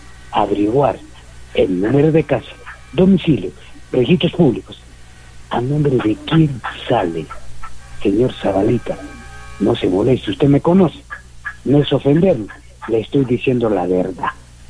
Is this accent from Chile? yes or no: no; Peru; born there; yo nací acá en Ampliación Pujarpata. Los del pueblo nos decían La Pampa, con 60 años.